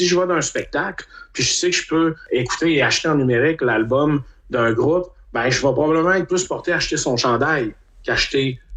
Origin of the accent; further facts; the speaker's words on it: Quebec, Canada; ça doit pas être tout le monde qui va voir que je viens du Québec, là.